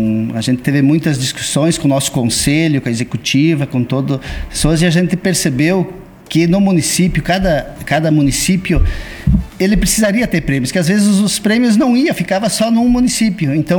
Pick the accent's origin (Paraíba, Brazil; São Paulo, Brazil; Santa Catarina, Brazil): Santa Catarina, Brazil; Iraceminha; Iraceminha, minha terra natal